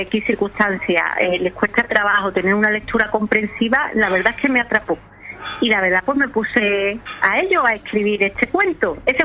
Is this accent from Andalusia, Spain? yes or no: yes; Seville, Andalusia, Spain; Bueno, tampoco soy de tan lejos, soy de Sevilla.